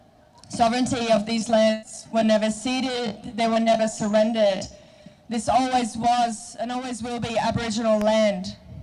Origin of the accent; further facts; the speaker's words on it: Syria; now in Melbourne, Australia; I come from Syria. My parents are from lineage of Palestine and Armenia